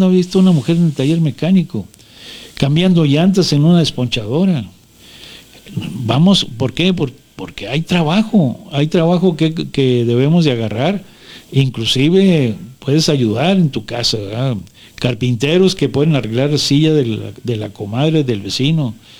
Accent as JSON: {"language": "Spanish", "country": "Mexico", "said": "no dejemos de declinar que somos mexicanos"}